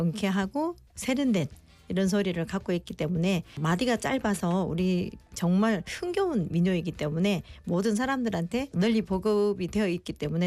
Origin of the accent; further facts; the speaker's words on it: Sancheong, South Gyeongsang, South Korea; now in Busan, South Korea; 제가 워낙 시골 출신이어서 경남 산청이 제 고향인데요. 거기서는 뭐 소리 학원도 따로 있는 곳이 아니고 굉장히 산촌이었기 때문에